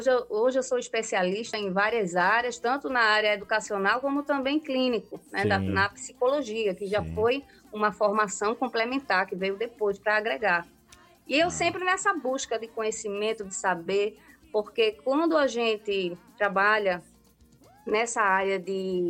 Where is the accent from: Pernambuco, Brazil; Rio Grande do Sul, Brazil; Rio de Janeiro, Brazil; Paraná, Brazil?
Pernambuco, Brazil; Recife; moved away as an adult; also born or lived in Porto, Portugal; no meu estado... Pernambuco, eu sou pernambucana, recifense